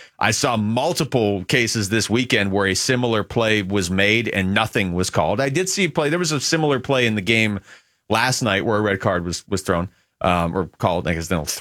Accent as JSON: {"language": "English", "town": "Seattle", "region": "Washington", "country": "United States", "said": "yeah, I'm from Seattle, but I've always hated the Seahawks even back when I was there."}